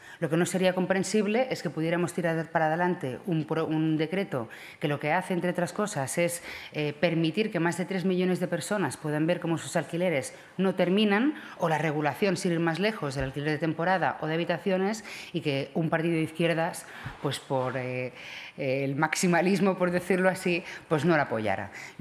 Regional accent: Catalonia, Spain

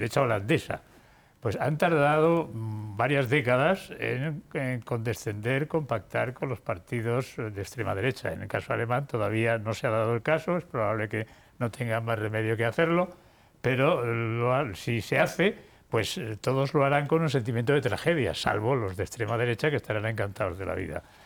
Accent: Spain

